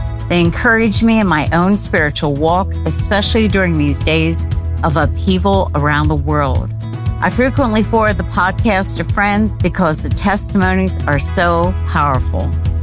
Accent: Lancaster, Pennsylvania, United States; from Lancaster, Pennsylvania, and I'm a Christian life coach and writer.

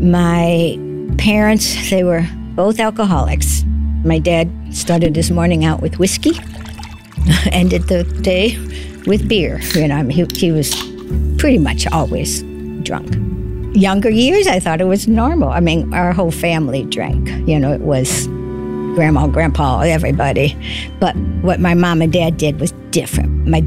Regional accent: St. Louis, Missouri, United States; born there; I was born in St. Louis, Missouri, raised Catholic, went to Catholic grade school and a Catholic high school.

